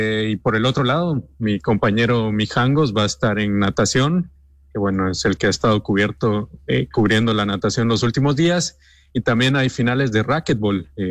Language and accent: Spanish; Guatemala; te emocionas como guatemalteco